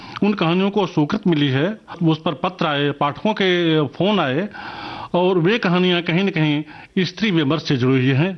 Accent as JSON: {"language": "Hindi", "town": "Azamgarh", "region": "Uttar Pradesh", "country": "India", "tie": "born or raised there", "said": "जी मेरा जन्म 1964 में उत्तर प्रदेश के आजमगढ़ जिले के एक पिछड़े क्षेत्र में हुआ था। मेरी माताजी अध्यापिका थीं और उन्होंने शिक्षा पर शुरू से ही बड़ा जोर दिया। मेरी प्राथमिक शिक्षा गांव में हुई"}